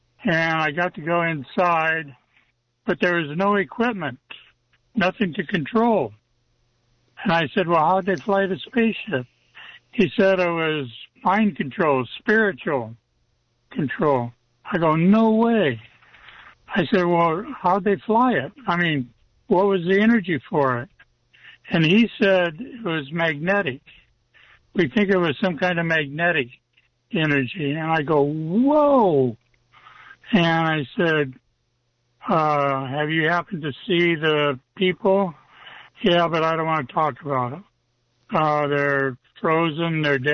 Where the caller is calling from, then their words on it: Aptos, California, United States; I live in Aptos.